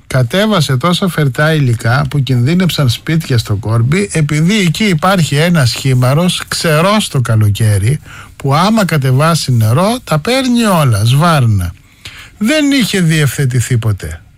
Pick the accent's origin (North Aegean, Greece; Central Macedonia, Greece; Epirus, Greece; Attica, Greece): North Aegean, Greece; Skala Sykamineas; στη σκάλα Σικαμινέα στην πατρίδα μου